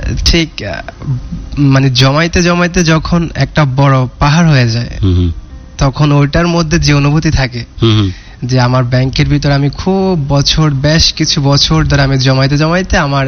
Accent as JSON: {"language": "Bangla", "town": "Chauddagram", "region": "Chittagong Division", "country": "Bangladesh", "tie": "born or raised there", "also_born_or_lived": "Qatar", "said": "আমার জন্ম হচ্ছে কুমিল্লা চৌদ্দগ্রামে। আমি বড় হয়েছি গ্রামে, আমার এসএসসি এসএসসি কমপ্লিট করা হয়েছে গ্রামে, তারপরে অ্যাব্রোডে যাওয়া, তারপরে অ্যাব্রোড থেকে আসা।"}